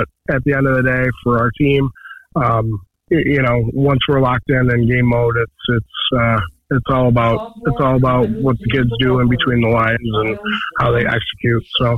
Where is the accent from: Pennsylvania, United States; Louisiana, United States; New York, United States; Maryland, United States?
New York, United States; Caledonia; I'm from Caledonia. My family's from Leroy, so I know a heck of a lot because I get a lot of phone calls from the family.